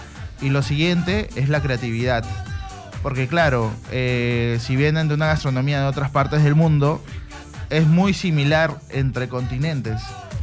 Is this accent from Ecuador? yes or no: no; Peru; el chef peruano tiene esta garra que nos caracteriza a nosotros como país, como ciudadanos peruanos